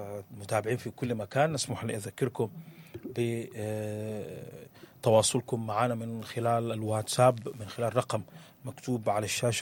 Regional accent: Sudan; وإحنا كسودانيين

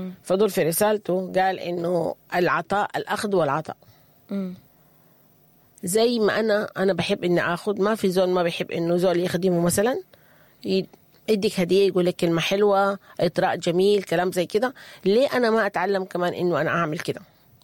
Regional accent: Sudan; إحنا كسودانيين

